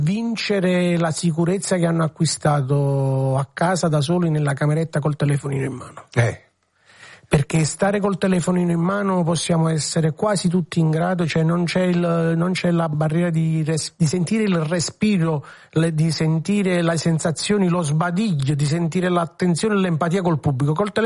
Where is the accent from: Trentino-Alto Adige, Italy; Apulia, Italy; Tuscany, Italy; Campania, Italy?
Campania, Italy; San Giorgio a Cremano; io sono nato a San Giorgio a Cremano, dunque io Troisi l'ho respirato, l'ho vissuto, l'ho sentito del territorio, mia mamma di San Giorgio